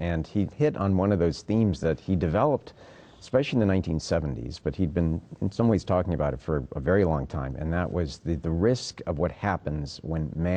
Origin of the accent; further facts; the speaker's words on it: Hawaii, United States; I grew up in Hawaii.